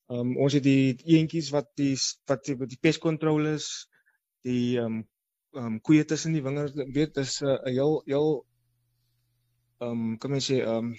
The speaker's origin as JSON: {"language": "Afrikaans", "town": "Klein Mosselbaai", "region": "Western Cape", "country": "South Africa", "moved": "as an adult", "lives_now": "Stellenbosch, South Africa", "said": "Ek het getrek uit Klein Mosselbaai hier in tot in Stellenbosch."}